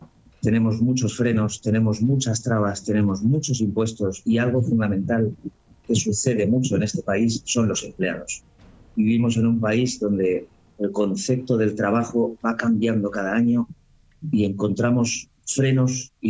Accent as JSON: {"language": "Spanish", "town": "Madrid", "region": "Community of Madrid", "country": "Spain", "tie": "born there", "moved": "yes", "lives_now": "Granada, Spain", "said": "como bien has dicho, Leo, ya nos conocemos hace tiempo. Pues vengo de Madrid, yo nací en Madrid"}